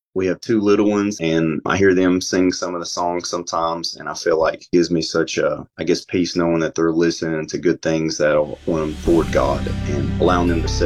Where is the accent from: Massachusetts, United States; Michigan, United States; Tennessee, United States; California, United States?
Tennessee, United States; Boone's Creek; I'm from Boone's Creek here in Tennessee.